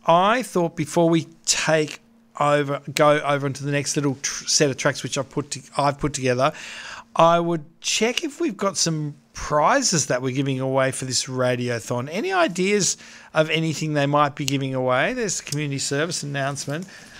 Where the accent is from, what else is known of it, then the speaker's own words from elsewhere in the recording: Tasmania, Australia; moved away; I grew up in Tassie